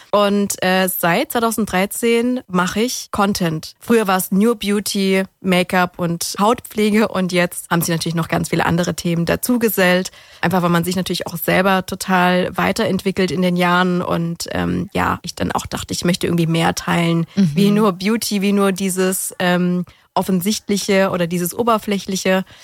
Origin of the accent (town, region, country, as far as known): Ulm, Baden-Württemberg, Germany; now in Kornwestheim, Germany